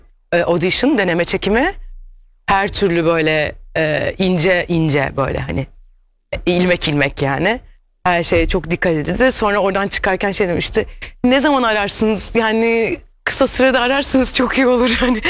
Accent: Black Sea Region, Turkey; Sürmele'de başka, Araklı'da başka, Vakfıkebir'de başka, Akçaabat'ta başka. Hani bambaşka yani, hani Karadeniz canım memleketim yani, o kadar seviyorum ki.

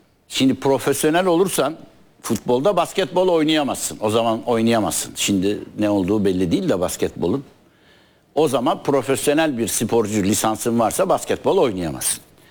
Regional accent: Istanbul, Turkey; bizim mahalle yani Cevizlik. Yoğurtçu Park'ın üstü öyle evet.

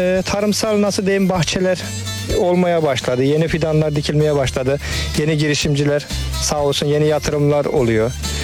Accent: Ceyhan, Adana, Turkey; Yani uzun zamandır köyümüzdeyiz. Doğma büyüme Kılıçkayalıyım yani.

